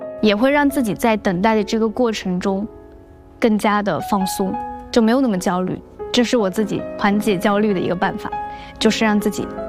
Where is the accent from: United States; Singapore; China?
China; Yunnan; 但是直到我遇到了山花烂漫时，又回到了我的故乡云南。